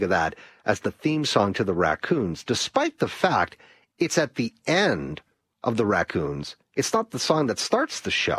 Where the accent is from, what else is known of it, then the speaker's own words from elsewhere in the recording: Alberta, Canada; I am a Canadian and I'm an Albertan.